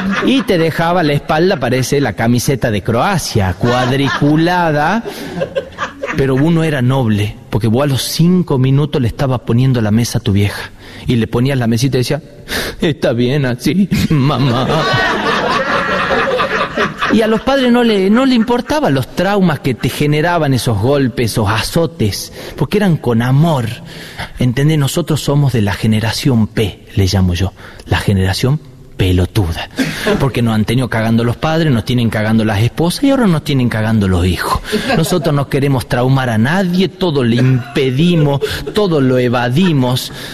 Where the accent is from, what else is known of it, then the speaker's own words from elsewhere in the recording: Tucumán, Argentina; yo tengo una mezcla rara porque tengo padre sanjuanino y soy tucumano y son muy diferentes